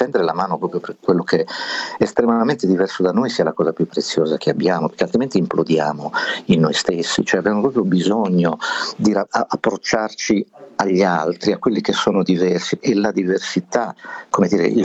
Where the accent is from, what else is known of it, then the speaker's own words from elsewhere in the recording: Berchidda, Sardinia, Italy; io la prima volta che sono uscito da Berchida, dal mio paese, per andare al paese vicino, so che fa ridere, ma erano altri tempi, il paese vicino era Monti, che stava a 15 km da Berchida